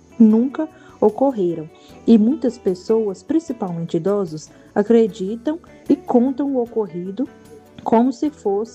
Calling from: São Sebastião do Maranhão, Minas Gerais, Brazil; sou de Queiroz, município de São Sebastião do Maranhão.

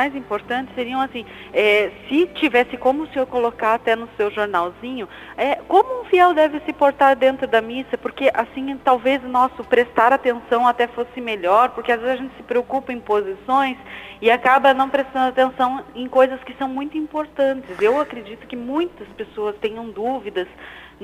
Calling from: Curitiba, Paraná, Brazil; Eu falo de Curitiba.

